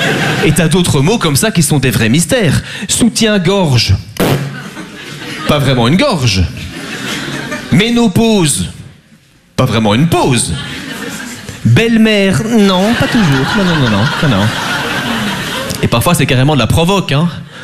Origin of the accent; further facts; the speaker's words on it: Belgium; Moi, j'adore les Français, même si je suis belge